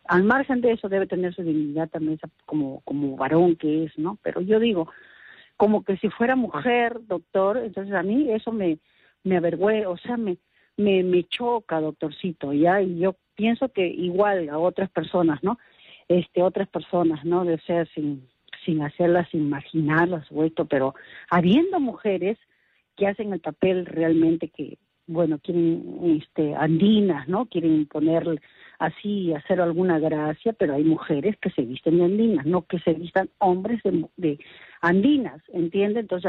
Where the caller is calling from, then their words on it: Peruvian coast, Peru; Yo no soy andina, soy de la costa